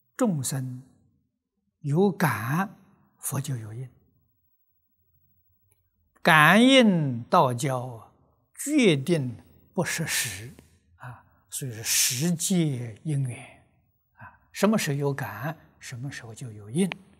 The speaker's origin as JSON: {"language": "Chinese", "country": "China", "said": "那我中国人这个语言文字啊，都喜欢简单啊"}